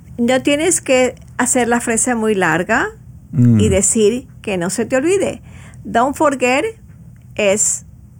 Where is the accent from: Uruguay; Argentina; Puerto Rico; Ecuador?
Ecuador; de donde yo vengo, en Ecuador o en Sudamérica